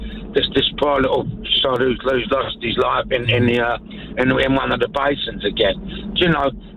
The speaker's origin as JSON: {"language": "English", "region": "London", "country": "United Kingdom", "tie": "born or raised there", "moved": "yes", "lives_now": "Chigwell, United Kingdom", "said": "I grew up in Oxton, you and me, our local one."}